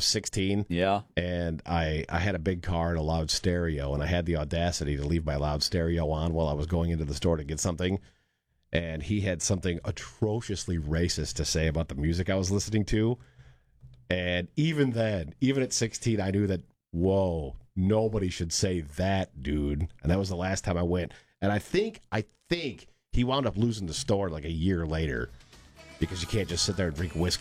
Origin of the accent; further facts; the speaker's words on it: Michigan, United States; Growing up in Michigan, every can is 10 cents, so you didn't throw them away, and you'd go, you know.